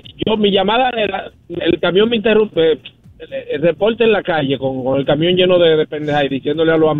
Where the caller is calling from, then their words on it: Santo Domingo Norte, Santo Domingo, Dominican Republic; yo vivo en Sabana Perdida